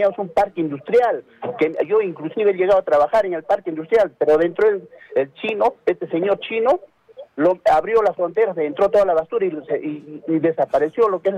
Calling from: Arequipa, Peru; Yo vivo en Hunter, pero soy taxista.

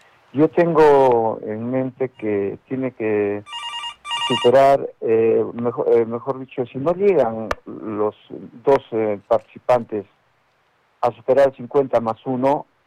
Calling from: Peru; Somos peruanos y tenemos el derecho de elegir.

